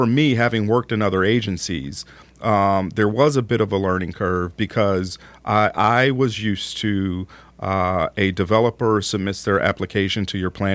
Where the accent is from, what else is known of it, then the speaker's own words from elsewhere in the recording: Philadelphia, Pennsylvania, United States; So I grew up in Philadelphia, which is a big city, but all the surrounding towns are 5,000, 10,000 people